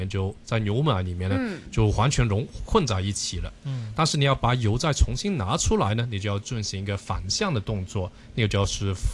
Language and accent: Chinese; China; 那很多人不知道，就是我们中国人呢，其实是当中是90%的中国人呢，是成年之后是不能正常消化乳糖的。